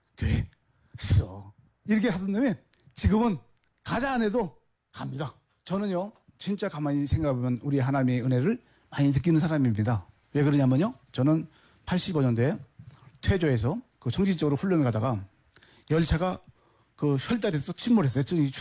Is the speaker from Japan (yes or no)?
no; North Korea; moved away as an adult; now in South Korea; 난 북한 놈 맞아 그렇게 폭로해 버렸어요.